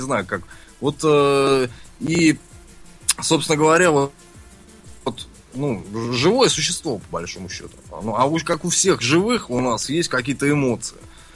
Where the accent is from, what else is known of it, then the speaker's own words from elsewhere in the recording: Krasnogorsk, Moscow Oblast, Russia; born there; Сказать, что я из Красногорска, ну, родился, да, наверное.